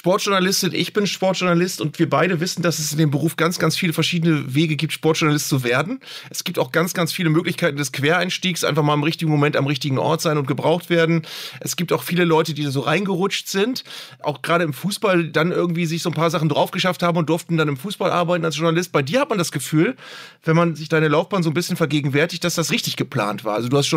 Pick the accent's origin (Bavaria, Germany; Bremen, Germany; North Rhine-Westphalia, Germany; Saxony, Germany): Bremen, Germany; Ich bin Bremer